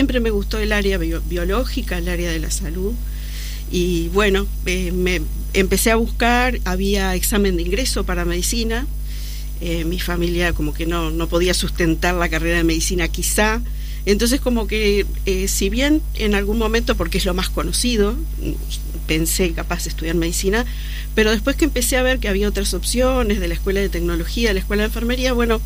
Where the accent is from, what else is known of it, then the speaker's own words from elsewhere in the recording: Florida, Uruguay; also born or lived in Tala; now in Montevideo, Uruguay; yo soy del interior de Florida, de la ciudad de Florida.